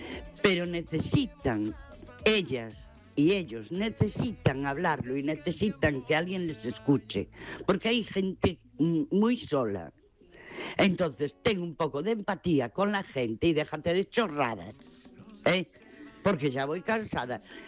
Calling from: Ferrol, Galicia, Spain; de Ferrol.

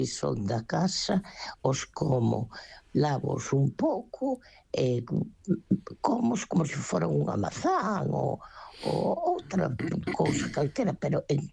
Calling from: A Coruña, Galicia, Spain; da Coruña.

